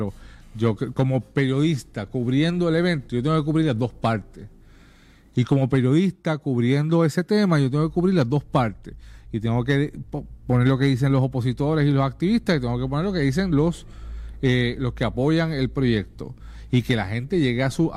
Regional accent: Puerto Rico; Como puertorriqueño no quiero que dañen la tierra.

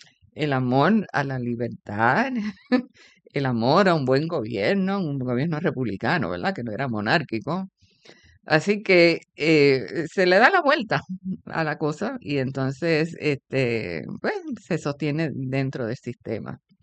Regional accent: San Sebastián, Puerto Rico; Primero voy a hablar de un pequeño incidente en mi pueblo de San Sebastián que descubrí mientras investigaba para escribir la historia del pueblo.

